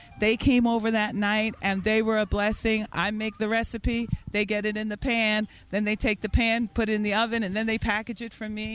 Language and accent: English; Brooklyn, New York, United States; I'm from Brooklyn. I knew how to swim when